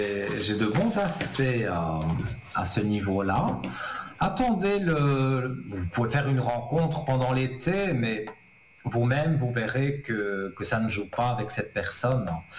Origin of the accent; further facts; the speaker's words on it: Italy; Ah oui, moi je suis pur italien aussi.